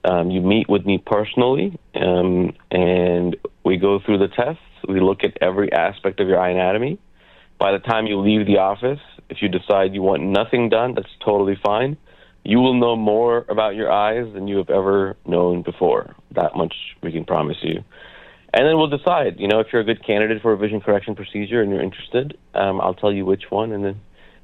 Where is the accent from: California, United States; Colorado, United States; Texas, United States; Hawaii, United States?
Texas, United States; Tyler; now in Plano, United States; I grew up in Tyler, Texas, and I have a lot of extended family in Frisco and Plano, and recently relocated here myself a couple of years ago.